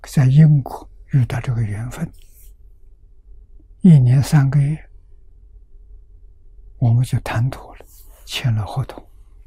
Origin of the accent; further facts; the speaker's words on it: China; 我们中国人